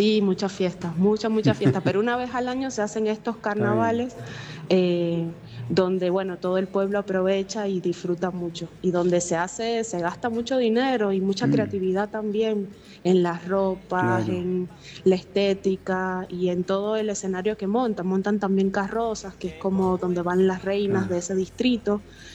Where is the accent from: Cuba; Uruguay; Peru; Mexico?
Cuba; now in Mendoza, Argentina; Mañana les traigo otra sorpresa y de mi pueblo.